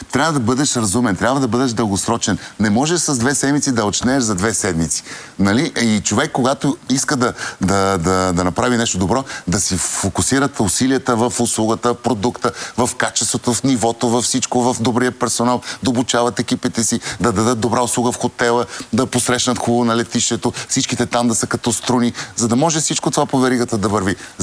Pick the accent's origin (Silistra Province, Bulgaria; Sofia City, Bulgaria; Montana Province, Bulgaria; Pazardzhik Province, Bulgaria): Sofia City, Bulgaria; Sofia; Аз съм софиянец, роден съм тук, моята баба е родена тук